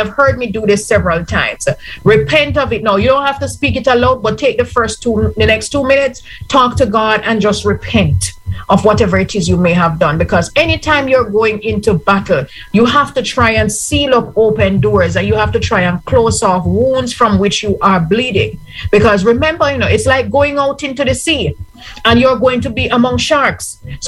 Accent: Jamaica; I'm from Jamaica

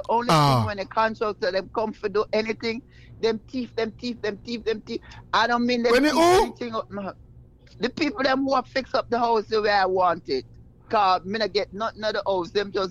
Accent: Italy; I'm from Italy, Brother Gary.

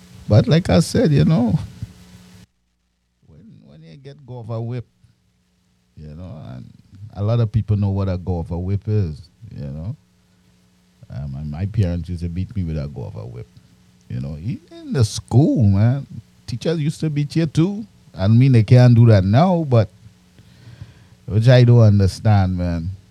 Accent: Trinidad & Tobago; I from old school. I mean, I grew up in Trinidad and Tobago, you know. At my young age

